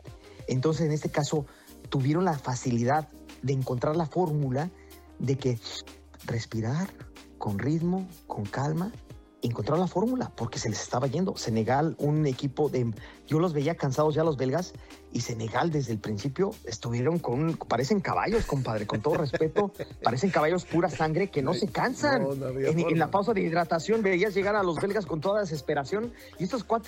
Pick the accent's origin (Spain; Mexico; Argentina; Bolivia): Mexico; Yo te digo, como mexicano prefería a los de Inglaterra a Congo, sí.